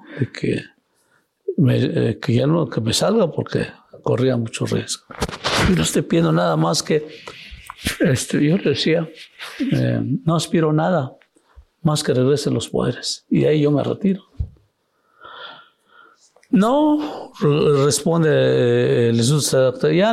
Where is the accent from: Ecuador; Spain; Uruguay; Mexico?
Mexico; Taniche, Oaxaca; now in Mexico City, Mexico; Taneche, que es mi pueblo